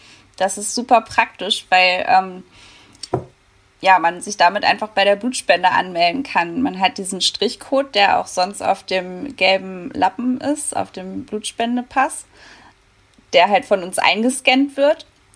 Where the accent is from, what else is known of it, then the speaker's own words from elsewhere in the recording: Hanover, Lower Saxony, Germany; Nee, ich komme eigentlich aus Hannover.